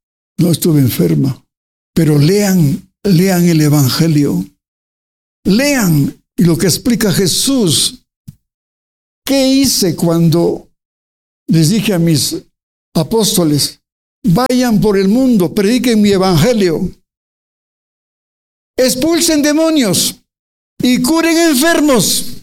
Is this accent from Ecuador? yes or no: yes; Ecuador; querido sacerdote, soy extranjero, soy ecuatoriano, y me ahogo, ¿no?